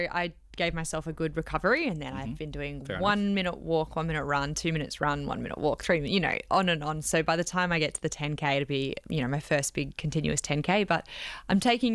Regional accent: Australia; I mean, this is my hometown event. This is my favourite event on the Australian running calendar.

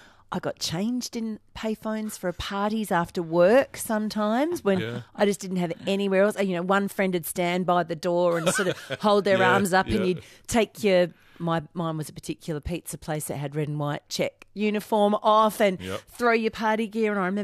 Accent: Brighton, South East England, United Kingdom; You know, I grew up in Brighton on Brighton Road or whatever.

